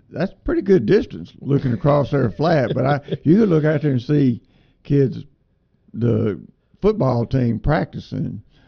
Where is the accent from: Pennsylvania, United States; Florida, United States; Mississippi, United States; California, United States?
Mississippi, United States; Greenville; moved away; I hearken from that area. I was born in Greenville, Mississippi